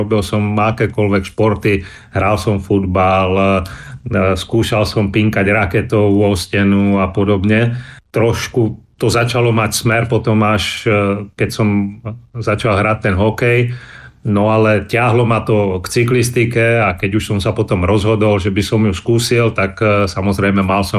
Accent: Bratislava, Bratislava Region, Slovakia; also born or lived in Trenčín; napriek tomu, že pochádzam z Trenčína, alebo narodil som sa tam, tak som vyrastal v Bratislave, pretože otec, tiež bývalý skvelý cyklista, československý reprezentant, dostal miesto v Interi Bratislava, takže ja som vyrastal v Bratislave.

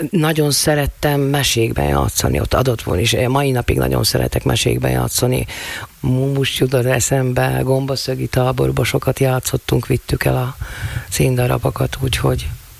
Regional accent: Lučenec, Banská Bystrica Region, Slovakia; accent: Palóc; moved away as an adult; also born or lived in Bratislava; soha nem hagyom el a palócot. Mert én Palócföldön születtem, Losoncon és Ragyolci lány vagyok.

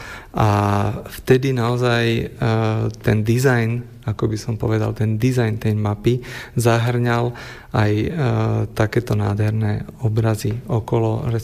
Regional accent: Bratislava, Bratislava Region, Slovakia; tak ja som originál z Bratislavy, pochádzam z Bratislavy

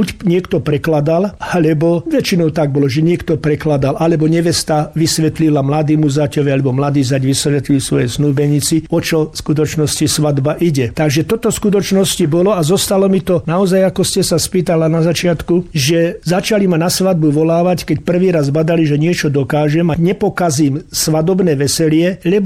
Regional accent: Očová, Banská Bystrica Region, Slovakia; My sme ako mládenci z Očovej

